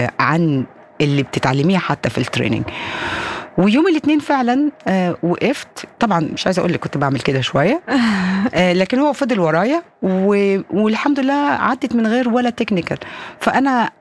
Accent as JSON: {"language": "Arabic", "country": "Egypt", "said": "وعندنا في مصر"}